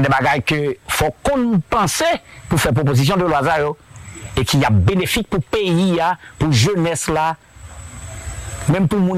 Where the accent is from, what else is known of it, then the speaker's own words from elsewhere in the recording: Haiti; Parce que nous sommes tous des Haïtiens.